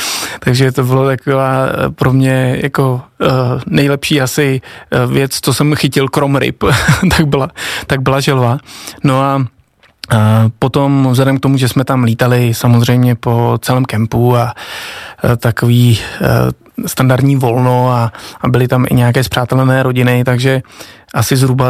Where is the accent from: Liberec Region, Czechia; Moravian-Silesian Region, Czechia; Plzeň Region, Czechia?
Liberec Region, Czechia; Nový Bor; moved away as an adult; also born or lived in Česká Lípa / Prague / London; Pocházím ze severních Čech, narodil jsem se v České Lípě, kde jsme s rodiči a s bratrem starším do mých 2 let bydleli a potom jsme se přestěhovali do Nového Boru, kde jsem vlastně žil do svých 20 let, než jsem utekl do Prahy a do Londýna a prostě do světa.